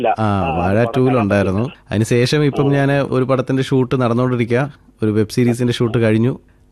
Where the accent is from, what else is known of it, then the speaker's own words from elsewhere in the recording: Thiruvananthapuram, Kerala, India; ഞാൻ തിരുവനന്തപുരത്ത് പൂജപ്പുര എന്ന സ്ഥലത്ത്.